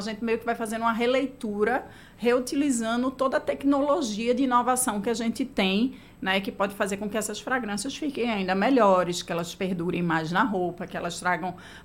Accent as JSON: {"language": "Portuguese", "region": "Northeast Region", "country": "Brazil", "said": "todos nós, como nordestinos"}